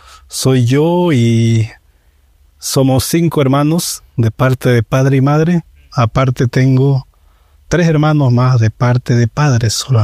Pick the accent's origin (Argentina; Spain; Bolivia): Bolivia; El Torno, Santa Cruz; Prácticamente yo me crié acá en el Torno con mis hermanos. Yo el día que reconozco ya me acuerdo de acá del Torno nomás. Yo acá nací. Estuvo más apegada a mi vida hacia los abuelos de mi padre, o sea, la cultura vallegrandina